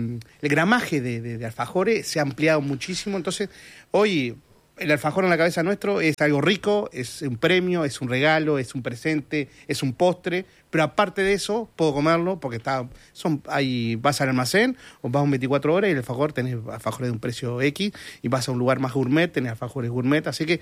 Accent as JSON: {"language": "Spanish", "town": "Mercedes", "region": "Soriano", "country": "Uruguay", "said": "Yo soy de Mercedes"}